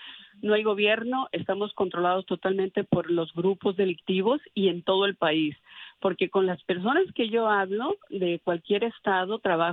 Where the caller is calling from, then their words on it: Culiacán, Sinaloa, Mexico; yo soy de Culiacán, Sinaloa